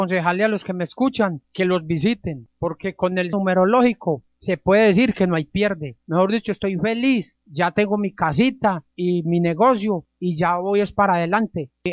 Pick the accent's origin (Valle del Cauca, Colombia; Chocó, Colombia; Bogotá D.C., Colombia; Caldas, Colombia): Caldas, Colombia; Supía; Yo soy de Supía, Caldas.